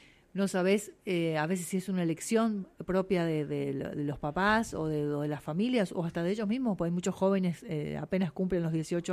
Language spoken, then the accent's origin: Spanish; Argentina; de nuestra historia, de nuestra cultura como argentinos